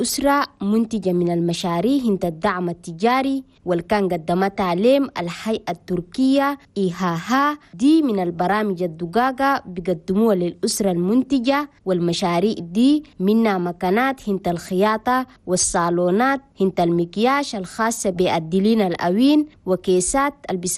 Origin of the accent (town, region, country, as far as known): Chad